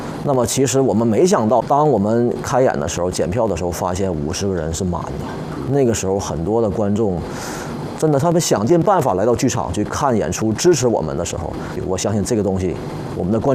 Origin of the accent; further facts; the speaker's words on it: Northeast China, China; 因为我是东北人。